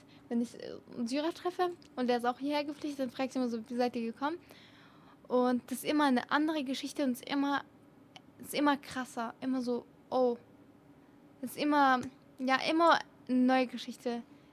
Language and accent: German; Filderstadt, Baden-Württemberg, Germany; also born or lived in Syria; Ja, das ist meine Heimat. Ja, Ich lebe da auch check. seit so 10 Jahren. Ja. Und ja, deswegen. Also ich habe auch mehr Erinnerungen hier in Deutschland als in Syrien